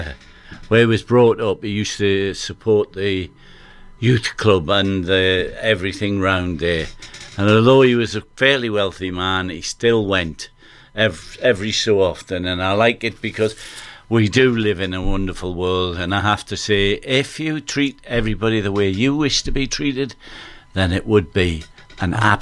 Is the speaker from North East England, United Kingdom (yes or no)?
yes; Newcastle upon Tyne, North East England, United Kingdom; moved away as an adult; I was born here, if I live to be 100, I'll never be a local because of the accent. The reason being because I spent from 6 months old till I was nearly 20 in Newcastle.